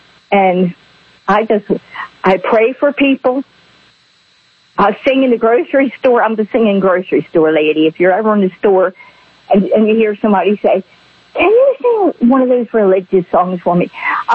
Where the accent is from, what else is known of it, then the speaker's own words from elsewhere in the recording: Baltimore, Maryland, United States; I was born and raised in Dundalk, not Dundalk, I lived Dundalk, Baltimore City.